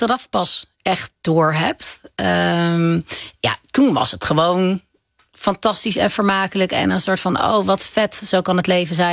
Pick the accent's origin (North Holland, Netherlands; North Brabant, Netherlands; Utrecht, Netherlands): Utrecht, Netherlands; Zeist; In Zeist, dus dat is niet per se super buiten. Mijn vader, mijn ouders komen uit Soest, dat is wat meer een boerendorp.